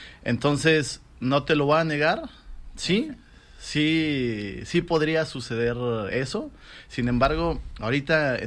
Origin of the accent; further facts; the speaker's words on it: Guerrero, Mexico; yo soy de Guerrero, del municipio de Guerrero.